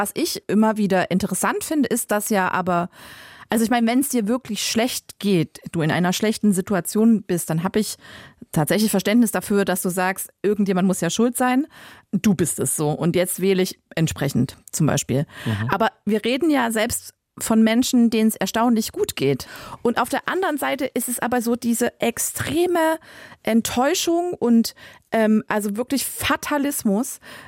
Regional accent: East Germany, Germany; ich kenne das tatsächlich als Ostdeutsche selbst ganz gut

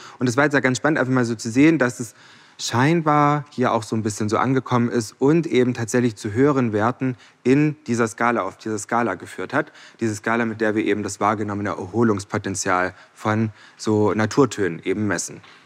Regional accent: Baden-Württemberg, Germany; born or raised there

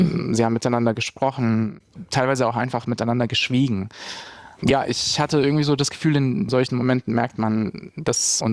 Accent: Bosnia & Herzegovina; now in Berlin, Germany; komme gebürtig aus Bosnien und Herzegowina, lebe seit 17 Jahren in Berlin und bin queerer Aktivist.

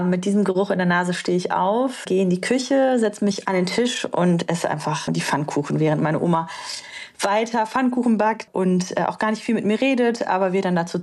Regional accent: Transylvania, Romania; now in Germany; Mein Glücksort sind nämlich die Sommerferien und Winterferien in meiner Heimat, bei meiner Großmutter in Rumänien in Siebenbürgen.

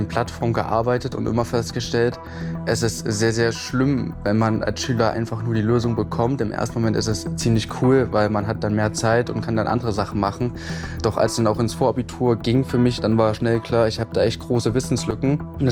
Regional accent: Halle, Saxony-Anhalt, Germany; born or raised there; moved away; also born or lived in near Wiesbaden

